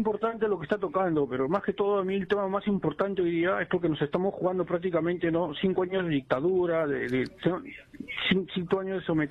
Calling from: Lima, Peru; yo soy de Lima

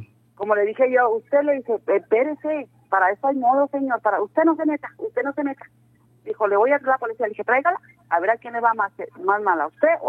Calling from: Camargo, Mexico

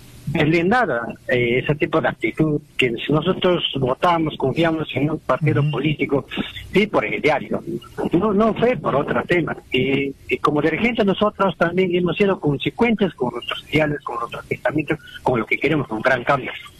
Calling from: Lima, Peru; Le llamo de acá de Lima, Perú.

